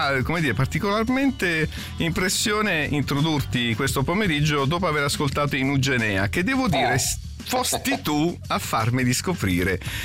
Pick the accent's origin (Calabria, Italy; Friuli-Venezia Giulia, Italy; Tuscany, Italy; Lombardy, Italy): Calabria, Italy; accent: Cosenza dialect; moved away; per chi come me ha abitato per tanti anni nella provincia cosentina, in quella zona della Calabria